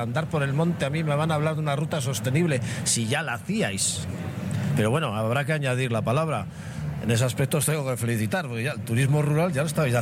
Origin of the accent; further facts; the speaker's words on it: San Sebastián, Basque Country, Spain; Yo que vengo de San Sebastián